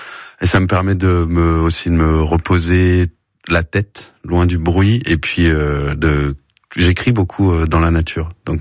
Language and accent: French; Lille, Hauts-de-France, France; moved away as an adult; now in Amiens, France; j'ai pas toujours été à Amiens. Moi, je viens de Lille à la base, et donc je suis quand même du Nord. Je suis à Amiens depuis 13 ans.